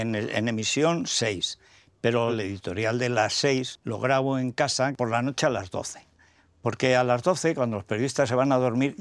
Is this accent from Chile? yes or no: no; Orihuela del Tremedal, Aragon, Spain; Pues yo nazco en un pueblo en los Montes Universales, que se llama Orihuela del Tremedal, en la provincia de Teruel, en una familia muy humilde. Mi padre era zapatero, mi madre era la maestra del pueblo y soy el primero de 3 hermanos.